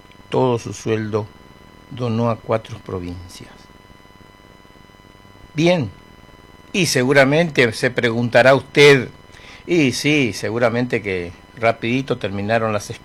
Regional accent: Presidencia de la Plaza, Chaco, Argentina; un soldado llamado Juan Maciel, que es de mi pueblo, de Presidencia de la Plaza

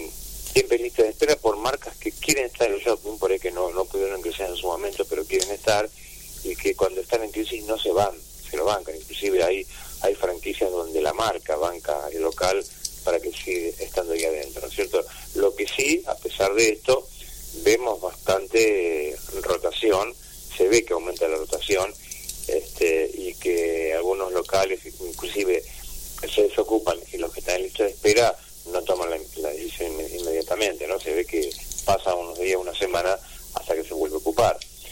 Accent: Moreno, Buenos Aires Province, Argentina; Mira, yo soy de provincia de Buenos Aires, de Moreno.

